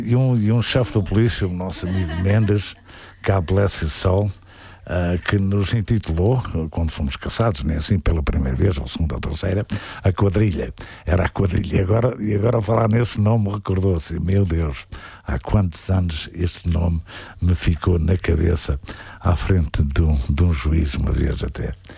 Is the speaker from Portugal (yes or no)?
yes; Azores, Portugal; porque eu venho das Ilhas dos Açores, e claro, o meu pai foi trabalhar para o continente português, assim, para Lisboa.